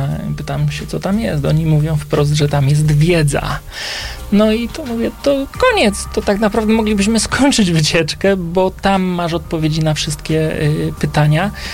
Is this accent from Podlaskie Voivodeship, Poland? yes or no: no; Kielce, Świętokrzyskie Voivodeship, Poland